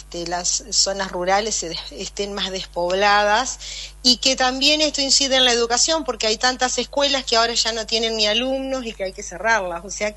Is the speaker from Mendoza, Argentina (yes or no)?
no; San José de Feliciano, Entre Ríos, Argentina; mi pueblo, de San José de Feliciano, un norte ganadero por excelencia, en el que ahora se está diversificando también con producción agrícola.